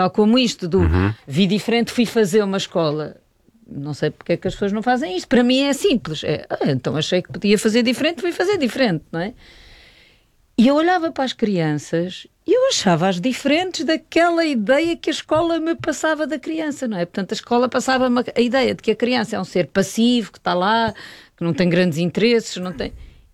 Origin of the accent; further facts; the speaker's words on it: Portugal; Toda a experiência que eu tinha tido crescendo em Portugal não era possível para o Tomás.